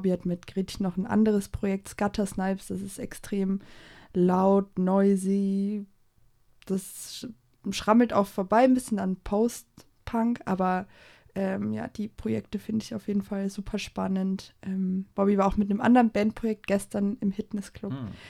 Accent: Glauchau, Saxony, Germany; now in Leipzig, Germany; Ja, ich bin im sächsischen Umland aufgewachsen. Ja, was soll man dazu sagen? relativ unspannend, eine kleine Vorstadt, sehr industriell geprägt

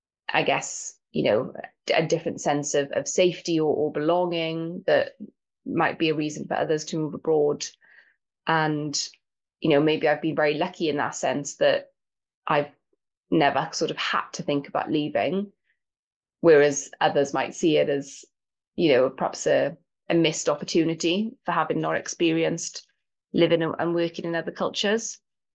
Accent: Wales, United Kingdom; moved away as an adult; now in London, United Kingdom; I'm from South Wales in the UK, but now I live in London. But I definitely identify as Welsh rather than British. All my family are pretty much Welsh. I was lived there until I was 18, until I went to university.

